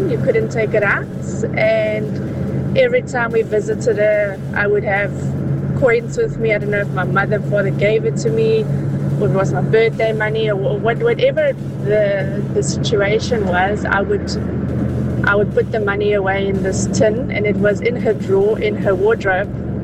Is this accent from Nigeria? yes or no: no; East London, Eastern Cape, South Africa; I grew up in East London, and my grandmother on my mother's side taught me how to save.